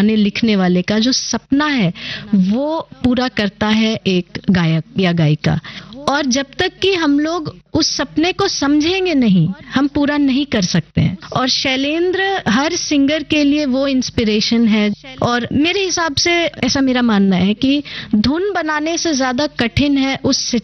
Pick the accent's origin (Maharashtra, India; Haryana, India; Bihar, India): Bihar, India; और हम क्योंकि बिहार से हैं और हम बहुत छोटे थे जब हम उनके लिखे गाने सुनते थे और फिर बड़े हुए और भोजपुरी के उनके गाने हमने भी कवर किए